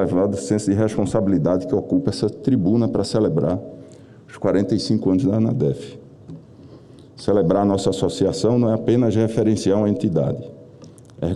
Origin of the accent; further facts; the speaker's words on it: Pernambuco, Brazil; Sou pernambucano e era o sonho de consumo de várias pessoas lá.